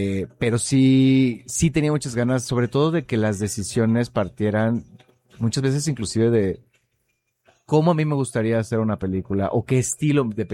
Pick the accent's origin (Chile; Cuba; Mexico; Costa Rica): Mexico; Entonces nosotros somos muy mexicanos y mucho más dramáticos.